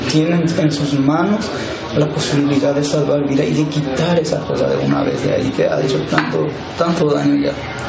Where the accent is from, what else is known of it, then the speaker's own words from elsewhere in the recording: Paraguay; born there; also born or lived in San Pedro, Paraguay; Soy paraguayo, nací en el norte del país, en San Pedro, crié aquí.